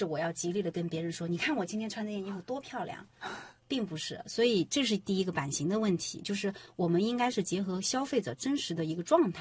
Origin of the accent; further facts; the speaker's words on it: Shou County, Anhui, China; 其实我是出生在安徽六安寿县这个城市，我不知道你有没有安徽淮南六安，现在属于淮南。